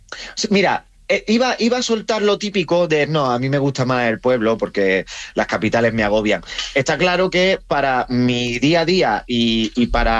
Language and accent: Spanish; Rincón de la Victoria, Andalusia, Spain; cuando me bajo a mi pueblo, Rincón de la Victoria, Málaga, el mejor pueblo del mundo